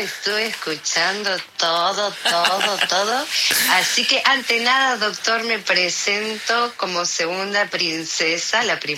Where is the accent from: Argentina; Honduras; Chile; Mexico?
Argentina; Banfield, Buenos Aires Province; now in Canning, Argentina; Yo, bueno, zona sur, yo me crié en Banfield.